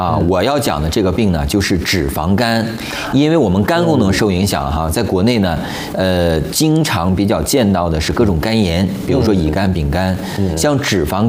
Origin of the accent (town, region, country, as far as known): China